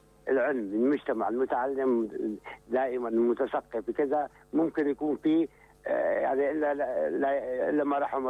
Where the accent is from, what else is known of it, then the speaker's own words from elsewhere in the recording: Syria; بين بعضنا نحن كسوريين بجميع محافظاتنا.